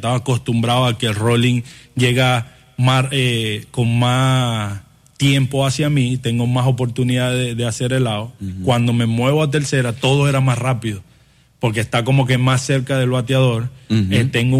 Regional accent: Venezuela; desde niño en mi pueblo, en Venezuela, yo crecí jugando todos los deportes, habidos y por haber.

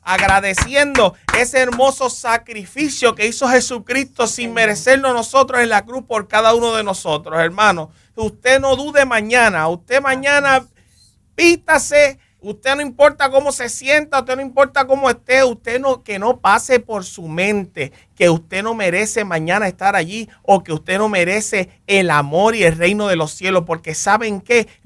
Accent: Las Marías, Puerto Rico; vengo del pueblo de Las Marías, la Iglesia Cristiana, la Familia Incorporada

